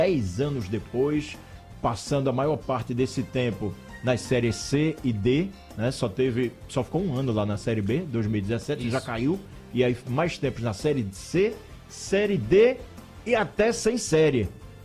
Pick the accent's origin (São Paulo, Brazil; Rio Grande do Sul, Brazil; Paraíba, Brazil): Paraíba, Brazil; Sou paraibano, torço pelo Santa desde 83.